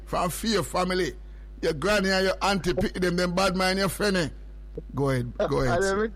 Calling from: Jamaica; I'm a Jamaican.

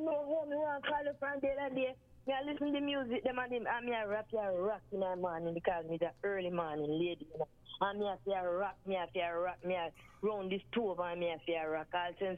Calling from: Clarendon, Jamaica; I'm calling from Clarendon.

